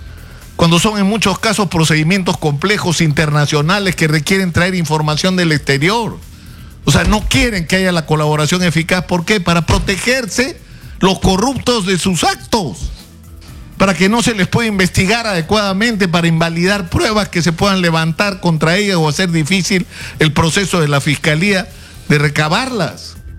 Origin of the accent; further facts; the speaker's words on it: Peru; los peruanos no somos como la mayoría de esta gente en el Congreso.